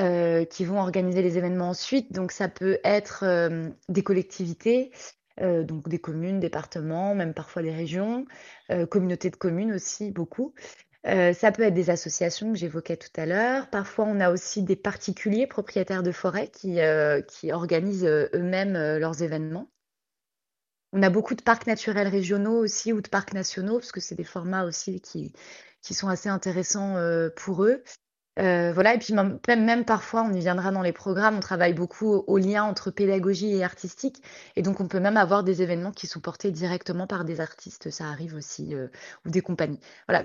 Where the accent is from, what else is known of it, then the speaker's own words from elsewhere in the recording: Bourgogne-Franche-Comté, France; Alors moi, j'ai grandi en Franche-Comté, donc dans une région très forestière.